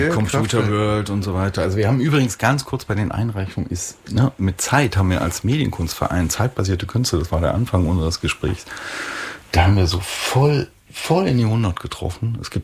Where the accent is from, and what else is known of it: Halle, Saxony-Anhalt, Germany; born or raised there